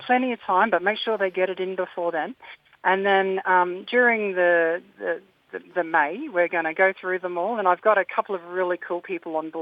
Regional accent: Chillagoe, Queensland, Australia; now in Mareeba, Australia; I could have, because I'm originally from Chiligo, but Mareeba's my

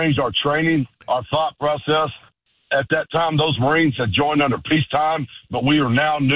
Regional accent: The Colony, Texas, United States; I grew up in around Carrollton Colony area. I graduated from the colony.

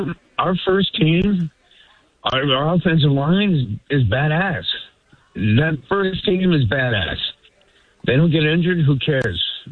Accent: Oakland, California, United States; also born or lived in Portland; I mean, I grew up in Oakland and Portland. I was the only Raider fan around for a long time in Portland that I knew.

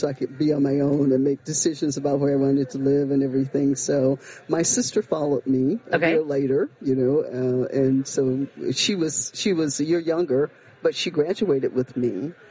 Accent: Alabama, United States; moved away as an adult; also born or lived in Elgin; now in McHenry County, United States; I moved to Illinois when I was 18.

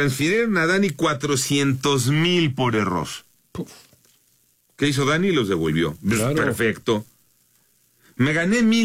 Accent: Naucalpan, State of Mexico, Mexico; de Naucalpan, ahí en mi tierra

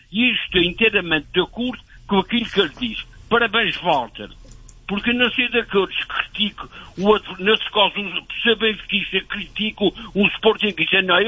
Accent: Portugal; E é como português

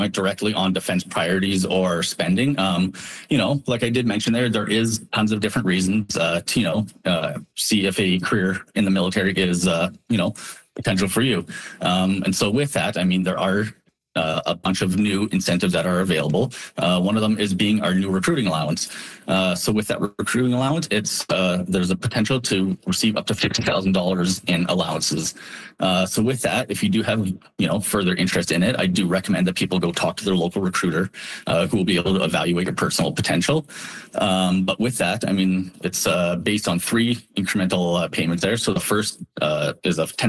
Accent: Regina, Saskatchewan, Canada; moved away as an adult; So I'm actually originally from Regina, and it's nice to be back home now, actually recruiting and working here in my community

